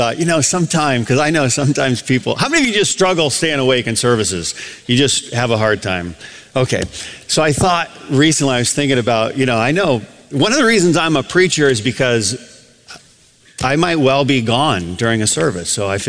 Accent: Adrian, Michigan, United States; So I grew up in Adrian, Michigan.

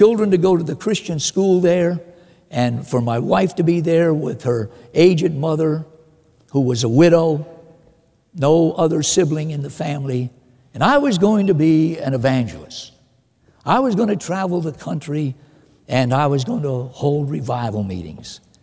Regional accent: Miami, Florida, United States; moved away as an adult; When I first went to Minnesota, I didn't want to go. I was from Miami, Florida. My dream was that I would complete my training and I would move back to Miami.

